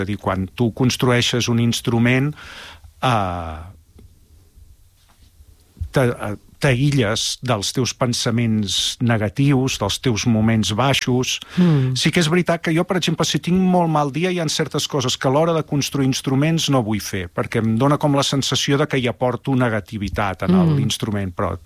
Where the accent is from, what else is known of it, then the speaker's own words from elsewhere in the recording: Badalona, Catalonia, Spain; accent: Badalona accent; L'accent badaloní, que molta gent em diu: ai, tu deus ser o d'Osona, em diuen molt, o d'Olot, i dic, no, és l'accent de Badalona.